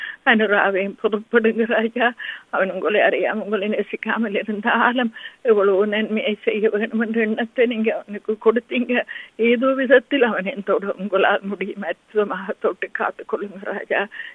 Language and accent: Tamil; Sri Lanka; born there; moved away; நாங்க பிறந்து வளர்ந்த தேசத்துக்காக